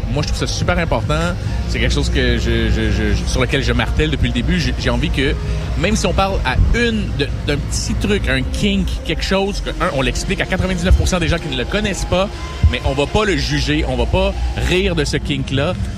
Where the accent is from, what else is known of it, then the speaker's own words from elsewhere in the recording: Quebec, Canada; accent: Quebecois; Mais lui, il a compris une bonne place avec mon accent québécois.